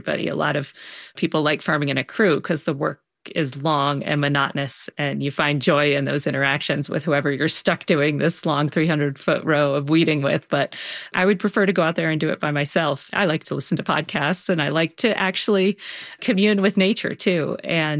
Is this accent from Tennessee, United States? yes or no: no; Baltimore, Maryland, United States; I'm from Baltimore and it's like, oh gosh, who's that famous poet